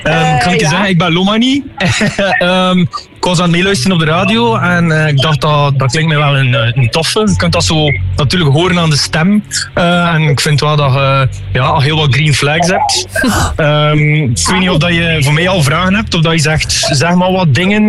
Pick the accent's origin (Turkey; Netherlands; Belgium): Belgium; Kortemark, Flanders; Ik ben van Kortemark, dus eigenlijk het hartje van West-Vlaanderen.